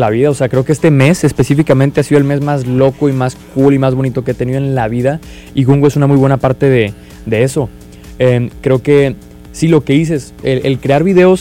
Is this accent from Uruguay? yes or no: no; Monterrey, Nuevo León, Mexico; somos regios y le decimos tío a la persona que conocemos hace dos minutos